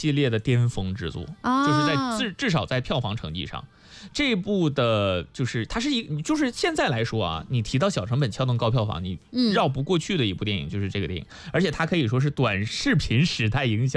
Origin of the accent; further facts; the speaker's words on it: Northeast China, China; 因为大鹏其实也是我老乡啊，我们东北人来的